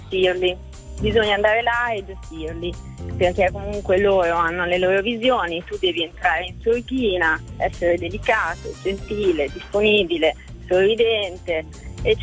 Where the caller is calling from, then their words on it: Milan, Lombardy, Italy; io chiamo da Milano.